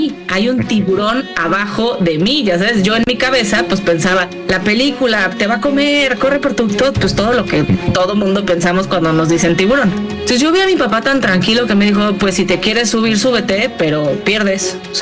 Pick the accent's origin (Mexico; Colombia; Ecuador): Mexico; Cancún, Quintana Roo; now in Playa del Carmen, Mexico; Yo soy de Cancún, pero por el tema de los tiburones toro, decidí moverme ya a tiempo completo a playa, hace ya poco más de 10 años, entonces sí.